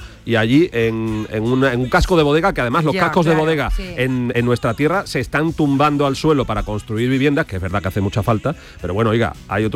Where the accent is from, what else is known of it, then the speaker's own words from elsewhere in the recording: Jerez de la Frontera, Andalusia, Spain; septiembre. Porque es la patrona de mi ciudad, de mi pueblo, de Jerez. Claro. Y en Andalucía se celebran mucho los santos.